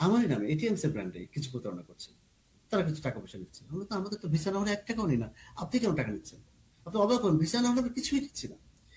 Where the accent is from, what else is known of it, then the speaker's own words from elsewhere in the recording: Kushtia, Khulna Division, Bangladesh; moved away; আমার বাড়ি যেমন কুষ্টিয়া